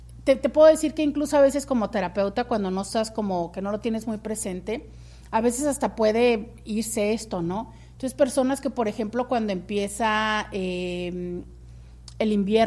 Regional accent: Guadalajara, Jalisco, Mexico; Dicen por acá, yo soy de Guadalajara, el domingo fue a la Minerva, fue muy bonito sentir la energía colectiva

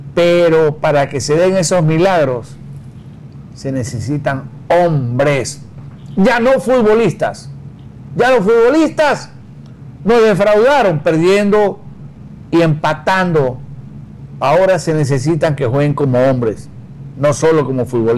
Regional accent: Ecuador; mire cómo somos los ecuatorianos, cómo nos ilusionamos

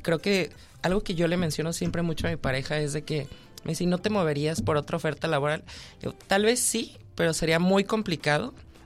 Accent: Guadalajara, Jalisco, Mexico; moved away as an adult; now in Tijuana, Mexico; Soy originario de Guadalajara, soy 100% tapatío, pero pues creo que ya tengo la residencia permanente en Tijuana, ya 6 años aquí viviendo.

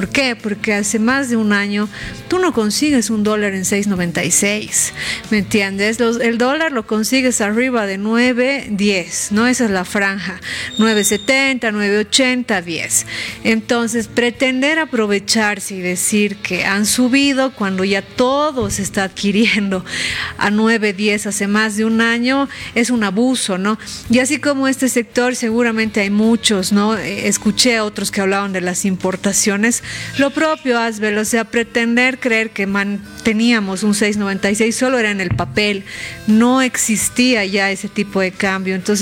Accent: La Paz, Bolivia; Nosotros, los mismos paseños que somos de Ñeque

